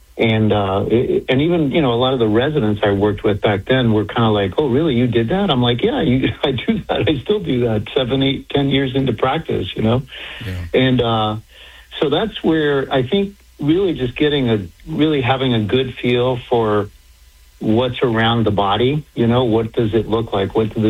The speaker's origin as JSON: {"language": "English", "town": "Miami", "region": "Florida", "country": "United States", "tie": "born or raised there", "also_born_or_lived": "Cuba", "said": "I'm a poor Cuban immigrant. I was born in Cuba, and I came over from Cuba when I was five, grew up in Miami."}